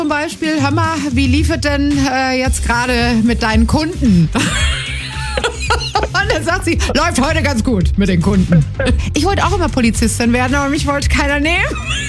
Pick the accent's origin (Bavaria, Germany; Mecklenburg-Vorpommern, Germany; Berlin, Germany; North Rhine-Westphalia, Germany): Berlin, Germany; Ich komme ja aus Berlin und meine ganze Familie ist bei der Polizei.